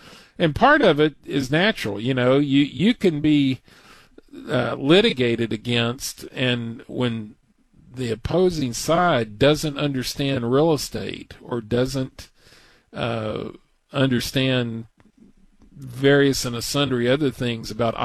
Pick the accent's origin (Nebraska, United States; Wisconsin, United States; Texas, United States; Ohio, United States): Texas, United States; I'm from Texas, so I can say it that way.